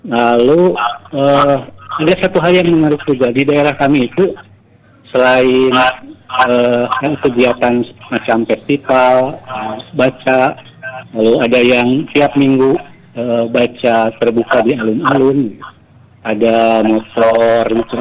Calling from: West Java, Indonesia

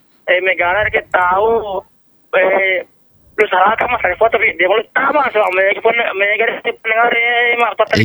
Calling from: Bone, South Sulawesi, Indonesia; di daerah aku di Bone Camming.

